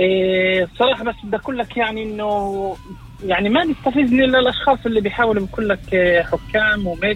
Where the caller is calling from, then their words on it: Triangle, Israel; من المثلث.